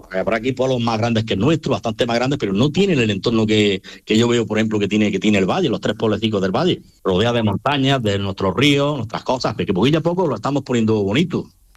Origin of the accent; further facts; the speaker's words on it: Melegís, Andalusia, Spain; y mira que yo soy de los tres pueblos, yo precisamente soy de Melejí